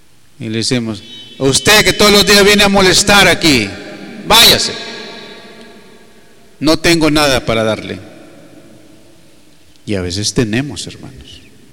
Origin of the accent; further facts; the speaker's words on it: Honduras; Ahí somos nosotros los hondureños.